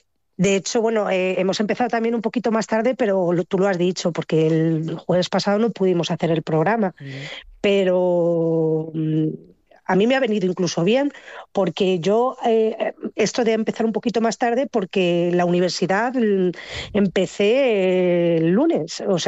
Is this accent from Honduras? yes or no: no; Camarena, Castilla-La Mancha, Spain; yo digo que vivo en Camarena y soy camarenera. Sí, que es cierto que todo lo que paso muchas más horas en Toledo que en mi propio pueblo.